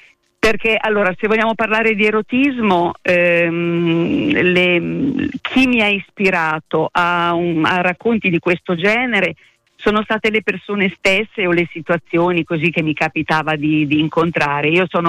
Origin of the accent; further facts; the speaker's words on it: Rimini, Emilia-Romagna, Italy; also born or lived in Rome; Rimini è nel mio DNA. Quindi sì, sono nata a Rimini, sono vissuta per tanti anni, tuttora vivo qui, anche se per circa 10 anni, negli anni 90, ho vissuto a Roma.